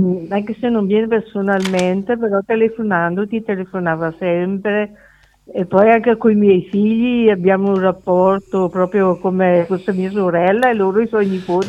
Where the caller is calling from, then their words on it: Maclodio, Lombardy, Italy; io sono di Maclodio, vengo a Rovato, sono amica da Giulia perché abitava prima qui a Maclodio dove abito io.